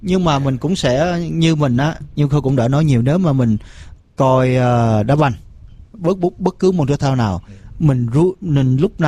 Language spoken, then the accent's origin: Vietnamese; United States; mình là người Mỹ gốc Việt nha.